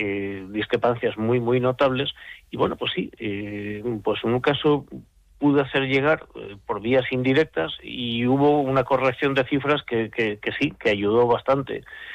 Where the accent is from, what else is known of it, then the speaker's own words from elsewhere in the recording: Balearic Islands, Spain; y pues yo siendo mallorquín y habiendo vivido en mil partes, pues yo que sé qué acento tengo.